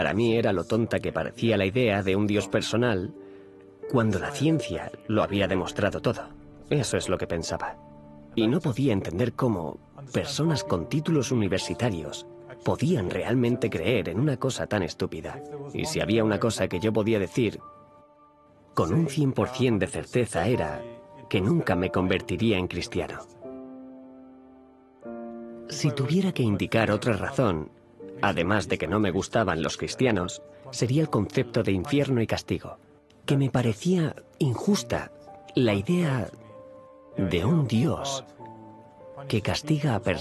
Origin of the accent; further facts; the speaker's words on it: Tartu, Tartu County, Estonia; also born or lived in Tallinn; Durante los primeros 7 años de mi vida, crecí en Tallinn, la capital de Estonia. Y luego nos mudamos a Tartu, que es la segunda ciudad más grande.